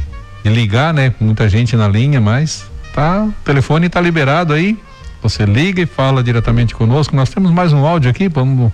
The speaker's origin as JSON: {"language": "Portuguese", "region": "Santa Catarina", "country": "Brazil", "tie": "born there", "said": "Eu também nasci no Morrote, né? Nasci ali no coração do Morrote, do lado da escola ali."}